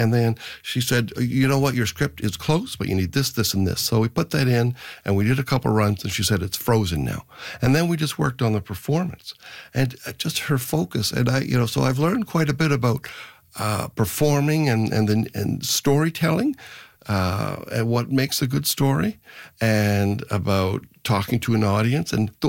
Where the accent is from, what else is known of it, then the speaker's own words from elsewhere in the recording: Ontario, Canada; also born or lived in Kingston, Canada; And so anyway, so I was born in Kingston, Ontario, but as we moved around, my father worked for a large company called DuPont, and as he sort of worked his way up the ranks, we eventually got moved to the Toronto area